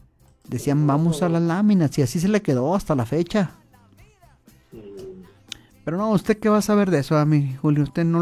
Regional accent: San Luis Potosí, Mexico; Yo soy de San Luis Potosí.

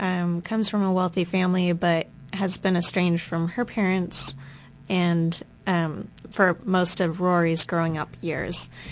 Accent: Rosebud, Arkansas, United States; Strangely looks a lot like Searcy, which is not my hometown, but very near my hometown.

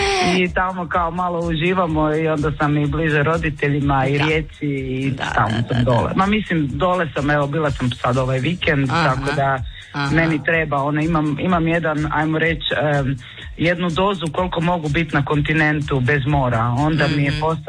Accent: Rijeka, Primorje-Gorski Kotar County, Croatia; now in Zagreb, Croatia; Ja sam Riječanka dislocirana u Zagrebu.

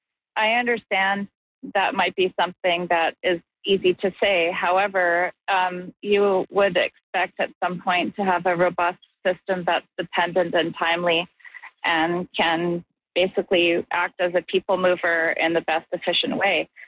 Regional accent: Queensland, Australia; I grew up on the Sunshine Coast. It's my home. I have friends, family there.

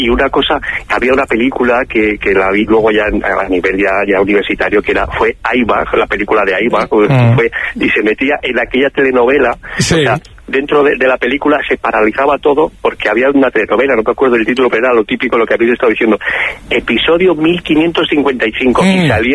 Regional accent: Torto de Llega, Castile and León, Spain; now in Alcalá, Spain; Mira, estoy en Alcalá, es un culebrón ya en sí, pero yo soy de Torto de Llega, de Burgos, y te mando un saludo de nuestra tierrilla.

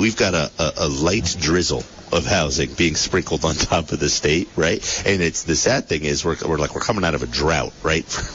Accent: Putney, Vermont, United States; So I grew up in Putney. I went to Brattleboro High School.

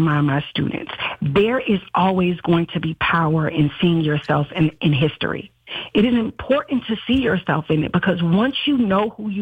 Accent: Texas, United States; now in Maryland, United States; as a Texan, now Marylander

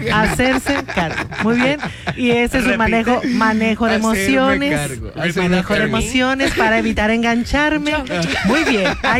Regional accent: Mexico; como mexicanos no sabemos poner límites.

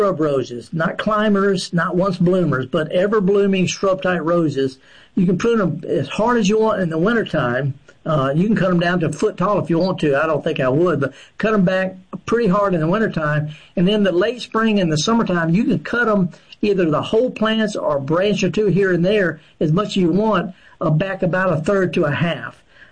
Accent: Baton Rouge, Louisiana, United States; He's from my hometown in Baton Rouge.

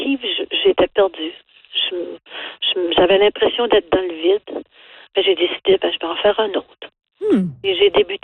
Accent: Edmundston, New Brunswick, Canada; now in Bathurst, Canada; Je suis originaire d'Edmundston, mais j'habite à Bathurst.

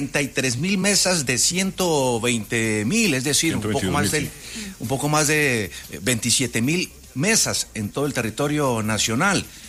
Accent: Colombia; La verdad, como muchos colombianos, Julio, un voto finish, un cabeza a cabeza.

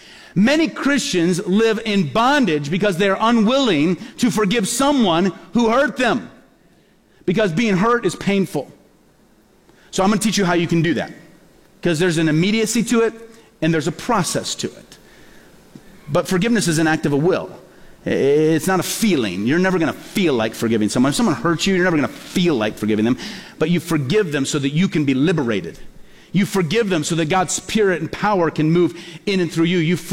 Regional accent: Peoria, Illinois, United States; So I went back to my hometown of Peoria, Illinois to preach at this church one weekend.

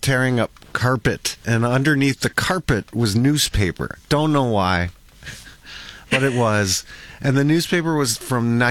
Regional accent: Niagara Falls, Ontario, Canada; I'm lucky to be in my hometown, my hometown, Niagara Falls

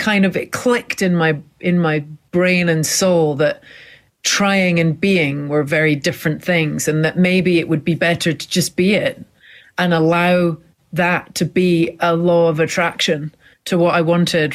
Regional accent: Scotland, United Kingdom; And we were laughing because we're both Scottish Asian. I'm like quarter Chinese.

